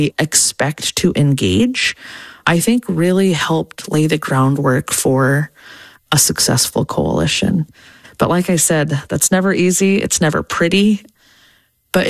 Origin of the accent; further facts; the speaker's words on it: Clark's Point, Alaska, United States; I was raised with her in Clark's Point in Bristol Bay.